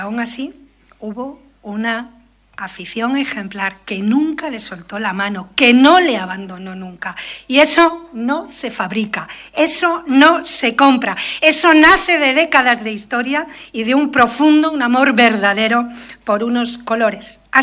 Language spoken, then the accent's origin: Spanish; Cantabria, Spain; como somos nosotros los cántabros